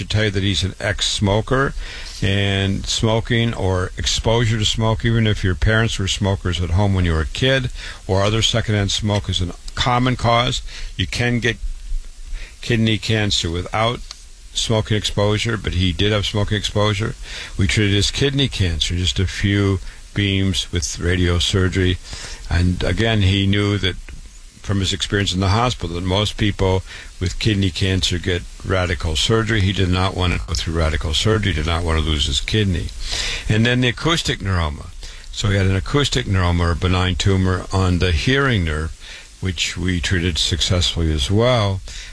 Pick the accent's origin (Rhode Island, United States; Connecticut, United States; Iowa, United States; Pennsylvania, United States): Iowa, United States; Waterloo; board-certified doctor. I was born and raised in Waterloo, Iowa, public school, university, MD at 25